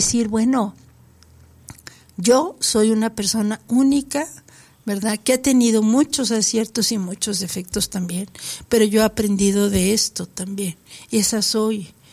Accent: Mexico; cómo somos los mexicanos.

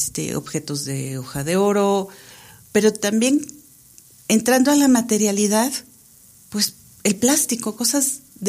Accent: Durango, Mexico; moved away; Regreso a Durango, sinceramente, siempre regreso a mi tierra, voy y vengo

